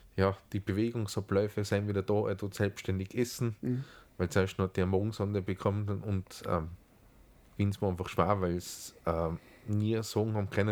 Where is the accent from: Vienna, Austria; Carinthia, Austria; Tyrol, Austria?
Tyrol, Austria; Wir sind aus Tirol.